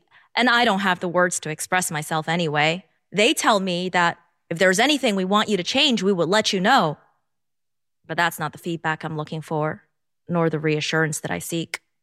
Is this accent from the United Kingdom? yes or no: no; Hong Kong; also born or lived in Edmonton, Canada; now in Doylestown, United States; I use she, her pronouns. I was born in Edmonton, Canada. I grew up in Hong Kong. And now I am very happy to call Doylestown, Pennsylvania, my home.